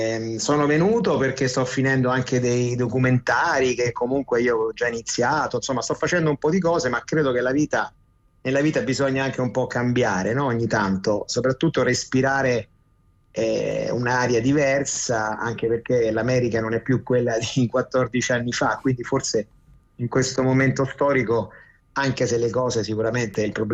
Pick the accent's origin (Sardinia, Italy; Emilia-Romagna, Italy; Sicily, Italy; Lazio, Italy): Lazio, Italy; Rome; moved away as an adult; now in United States; l'Italia è sempre il mio paese, Roma soprattutto è la mia città